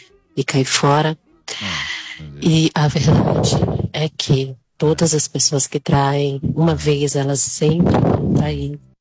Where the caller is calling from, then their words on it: Porto Velho, Rondônia, Brazil; sou de Porto Velho, Rondônia.